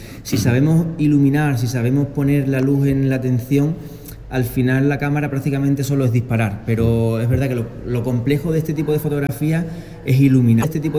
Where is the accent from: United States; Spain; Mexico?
Spain; Zalamea de la Serena, Extremadura; hace 10 años ya tengo mi empresa de fotografía en Don Benito, aunque soy natural de Zalamea.